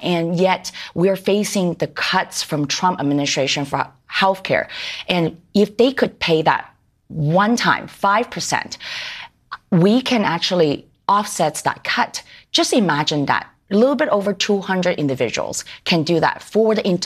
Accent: San Francisco, California, United States; I grew up in San Francisco, came to San Francisco's Chinatown when I was 13 years old with my single mom and a younger brother.

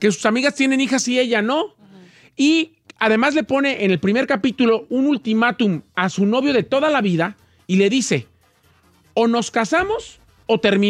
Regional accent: Mexico

